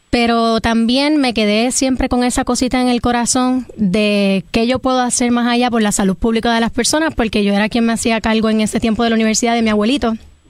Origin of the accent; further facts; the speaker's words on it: Puerto Rico; Soy una puertorriqueña